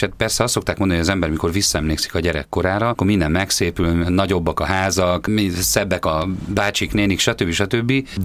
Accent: Biatorbágy, Pest, Hungary; mindig volt valaki vendég, mindig volt valaki plusz ott alvós, ott élős, javítóintézetes rokon, bárki, akinek kellett valami kis elvonulás otthonra, és akkor hozzánk érkezett Biatorbág

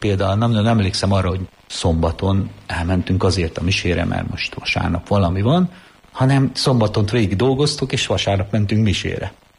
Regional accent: Pécel, Pest, Hungary; Pécelyről számozom, ott nevelkedtem. Egy elkötelezett katolikus család, mondhatnám így, hát a szülők által volt elkötelezve ez a család.

